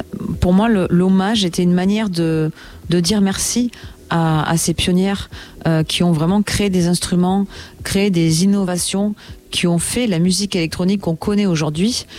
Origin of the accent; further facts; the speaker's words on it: Toulouse, Occitanie, France; moi j'ai un papa qui est pianiste de jazz, je suis toulousaine